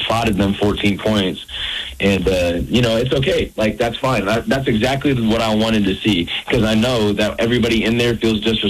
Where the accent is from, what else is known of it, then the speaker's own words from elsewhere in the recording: Oklahoma, United States; born there; I was born in Oklahoma, huge Oklahoma Sooners fan growing up, and Oklahoma City Thunder fan.